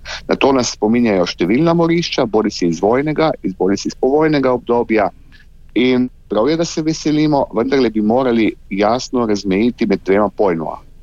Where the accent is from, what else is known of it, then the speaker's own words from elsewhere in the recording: Gorica, Slovenian Littoral, Slovenia; born there; kot Primorec, Goričan, sem na to svoje poreklo zelo ponosen, na svojo deželo imam rad.